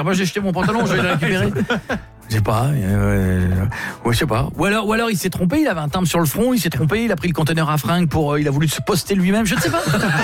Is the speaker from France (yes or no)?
yes; France